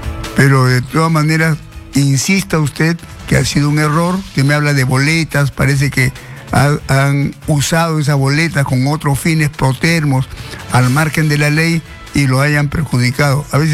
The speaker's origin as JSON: {"language": "Spanish", "country": "Peru"}